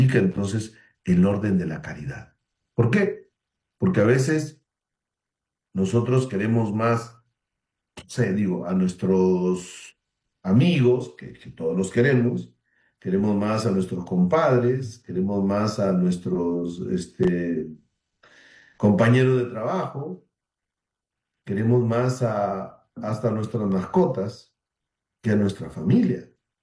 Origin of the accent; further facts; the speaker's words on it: Zorritos, Tumbes, Peru; Estamos viendo que el oleaje está afectando mucho especialmente en mi tierra, ya en Tumbes, en Zorritos.